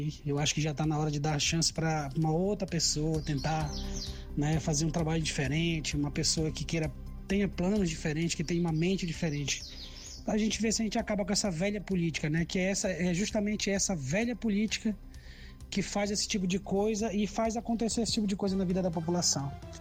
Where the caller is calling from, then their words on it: Pará, Brazil; Eu vou falar do povo paraense porque eu sou paraense, né?